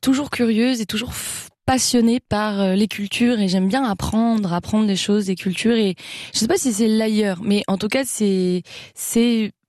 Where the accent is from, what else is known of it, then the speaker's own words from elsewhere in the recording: Paris, Île-de-France, France; je pense que ça vient du fait que j'ai grandi à Paris et que Paris est une ville très très mélangée avec des gens de partout